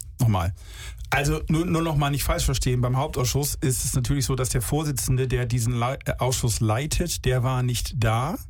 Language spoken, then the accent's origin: German; Ostrohe, Schleswig-Holstein, Germany; bei uns in meinem Heimatdorf rum, ich sag nie welches Heimatdorf, aber es ist Ostrohe